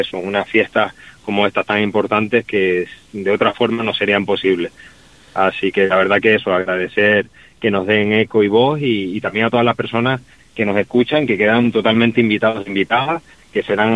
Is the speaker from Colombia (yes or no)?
no; San Cristóbal de La Laguna, Canary Islands, Spain; also born or lived in Finca España / La Verdellada; yo soy, vamos a decir, como un hijo adoptado, porque realmente soy, vivo entre Finca España y La Verdellada, me crié cuando era pequeño en el Hoyo de Gracia, o sea, de ese triángulo no me he movido, pero sí, sí, por ahí, adoptado desde muy jovencito de la zona.